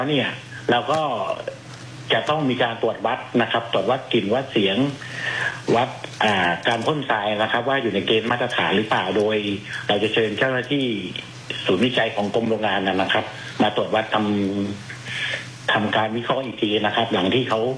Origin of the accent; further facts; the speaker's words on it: Narathiwat, Thailand; now in Chonburi, Thailand; มาจากนราธิวาสครับ